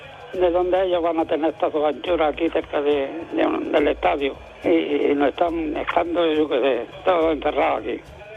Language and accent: Spanish; Almuñécar, Andalusia, Spain; de Almuñécar. Estamos aquí volviendo otra vez a las andadas.